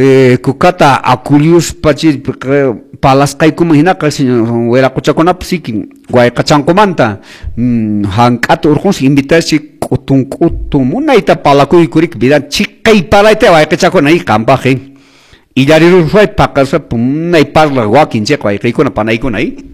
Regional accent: Velille, Cusco, Peru; moved away as an adult; also born or lived in Arequipa; now in Santo Tomás, Peru; Soy de Belille, soy de Chumbivilcas, y en Santoto ya he vivido 25 años de vida.

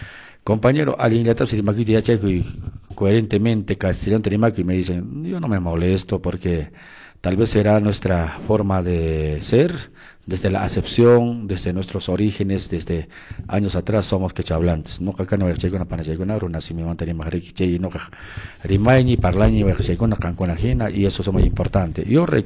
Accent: Chumbivilcas, Cusco, Peru; also born or lived in Guayllapata, Colca (maternal ancestry); Soy natural de la Nuestra Quello por mi papito, ¿no? Pero también de mi mamita tengo una ascendencia de Guayllapata Colca.

